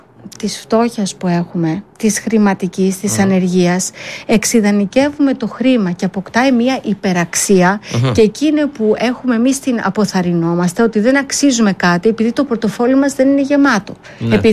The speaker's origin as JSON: {"language": "Greek", "country": "Greece"}